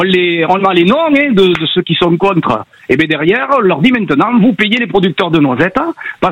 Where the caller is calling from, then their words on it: Beaumont-de-Lomagne, Occitanie, France; Beaumont de Lomagne, dans le Tarn-et-Garonne.